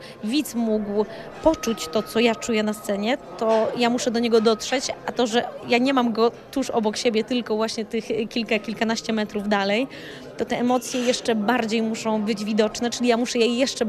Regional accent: Lesser Poland, Poland; ja jestem dziewczyną z Podhala.

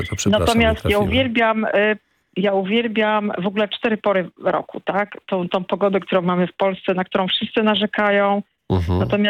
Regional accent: Tricity, Pomeranian Voivodeship, Poland; jestem z Trójmiasta, więc przyszłam się tam nad morze z Gdyni do Sopotu.

